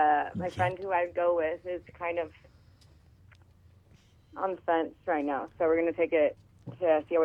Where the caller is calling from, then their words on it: Los Angeles, California, United States; I'm calling from Los Angeles.